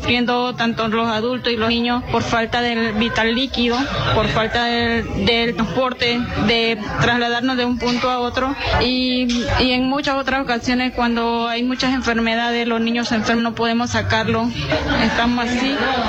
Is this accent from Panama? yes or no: yes; Quia, Ngäbe-Buglé, Panama; vengo de la comunidad de Quia, una comunidad directamente afectada por el proyecto hidroeléctrico de Barro Blanco